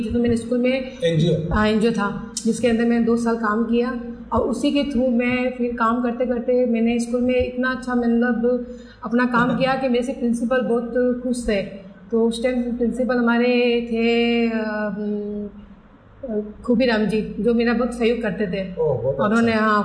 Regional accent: Abu Road, Rajasthan, India; मैं सातपुर से आती हूँ, सातपुर आबू रोड से आती हूँ।

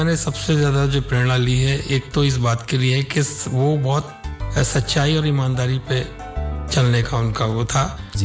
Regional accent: Moradabad district, Uttar Pradesh, India

